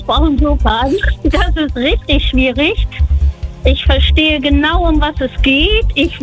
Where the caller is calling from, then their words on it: Bremen, Germany; aus Bremen.